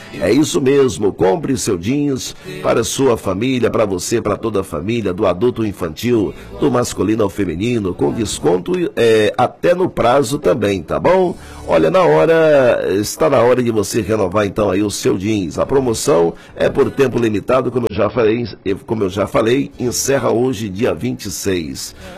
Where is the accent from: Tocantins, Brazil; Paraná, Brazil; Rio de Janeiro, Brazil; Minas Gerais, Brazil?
Tocantins, Brazil; Paraíso do Tocantins; moved away; Paraíso e outras cidades ao redor ali da minha cidade natal, Paraíso, né?